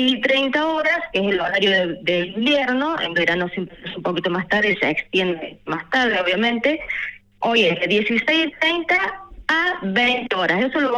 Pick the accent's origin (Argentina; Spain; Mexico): Argentina; Córdoba; yo nací en Barrio Empalme, me crié en Barrio Empalme